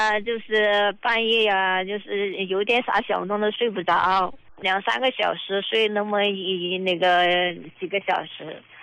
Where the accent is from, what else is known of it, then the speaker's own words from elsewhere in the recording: Chongqing, China; 我是重庆这边的患者。